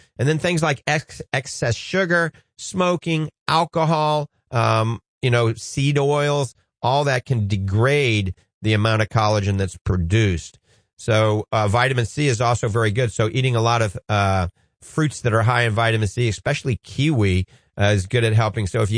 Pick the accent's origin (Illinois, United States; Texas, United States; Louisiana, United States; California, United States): Louisiana, United States; New Orleans; accent: New Orleans; my New Orleans accent is going to come out right now